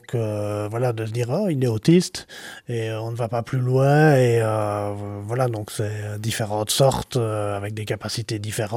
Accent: Liège, Wallonia, Belgium; en tant que liégeois

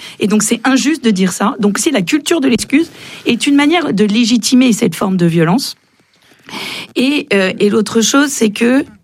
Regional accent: Nanterre, Île-de-France, France; moi, je suis de Nanterre, pas de police municipale.

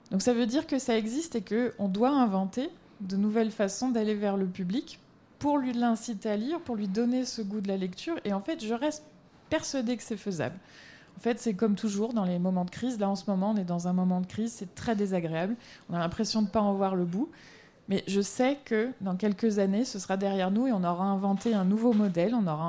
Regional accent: France; je dis que je suis française

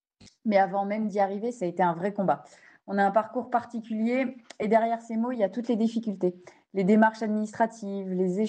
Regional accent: Bourgogne-Franche-Comté, France; Alors, nous, il faut savoir qu'on vient de Bourgogne. Donc, c'est à 8 heures de route de Charente.

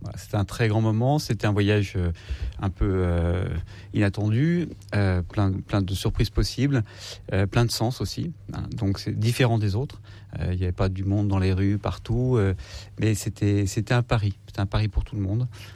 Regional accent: Algeria; C'est un mot qui n'a pas le même sens ici et là-bas, ou là-bas, ou ici chez nous en Algérie et en Europe et en France.

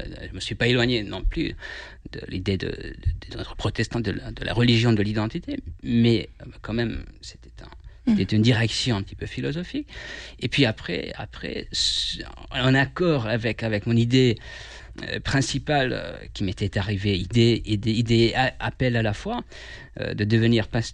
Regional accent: Hungary; French is a second language; moved away as an adult; now in France; Moi, je suis d'origine hongroise et ça fait bientôt 4 ans que je suis en France. Je suis arrivé dans le cadre d'un échange étudiant Erasmus en août 2022, puisque avant, j'étais étudiant à la faculté luthérienne de théologie de Budapest

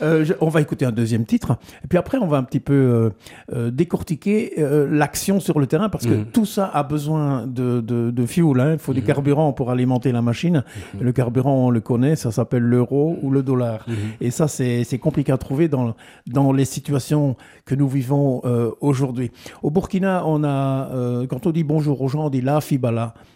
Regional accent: Belgium; ici, chez nous, en Belgique ou en Europe

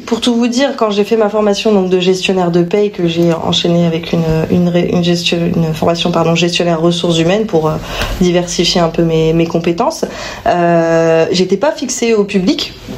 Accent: Chalon-sur-Saône, Bourgogne-Franche-Comté, France; Oui, moi je suis native de Chalon.

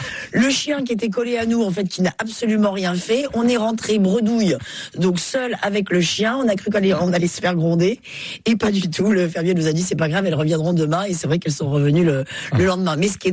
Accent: Occitanie, France; Oui, faut dire que je viens des Cévennes.

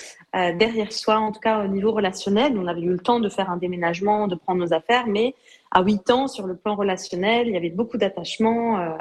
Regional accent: Lebanon; first language French and Lebanese Arabic; moved away as an adult; also born or lived in Paris; now in Portugal; je suis libanaise et je suis née au Liban. J'ai fait toutes mes études là-bas. Donc, j'ai grandi en pleine guerre. Et aujourd'hui, ça n'a pas beaucoup changé. Donc, j'y suis restée jusqu'à mes 24 ans et j'y ai appris tout naturellement l'arabe, notamment le libanais parlé et puis l'arabe littéraire

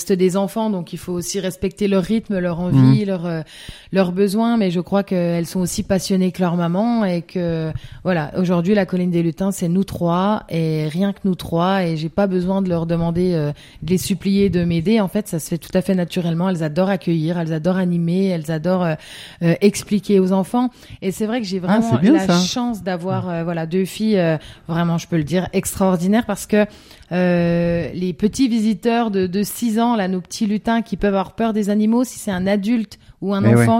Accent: Grand Est, France; Alors non, parce qu'on est des Vosges, donc elles partent chez papy, mamie

